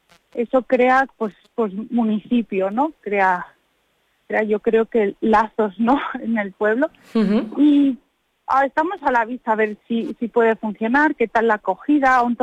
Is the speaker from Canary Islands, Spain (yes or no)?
no; León, Castile and León, Spain; now in Almodóvar del Pinar, Spain; ahora que estamos aquí en Almodóvar, yo soy de León